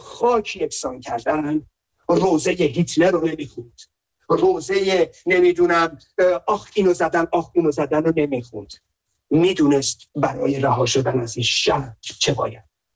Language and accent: Persian; Iran; ما مردم ایرانیم